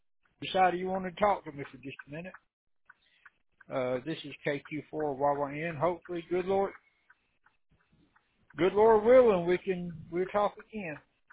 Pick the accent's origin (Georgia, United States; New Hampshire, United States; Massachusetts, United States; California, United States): Georgia, United States; And so, but that long story there, but anyway, I grew up down in South Georgia.